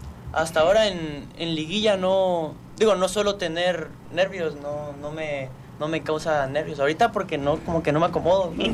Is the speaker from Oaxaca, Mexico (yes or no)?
no; Cunduacán, Tabasco, Mexico; yo soy de ahí, de Cunduacán